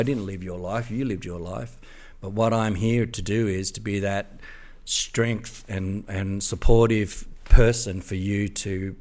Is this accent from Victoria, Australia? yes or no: no; Granville, New South Wales, Australia; I grew up in Granville, a very multicultural place, and I loved that.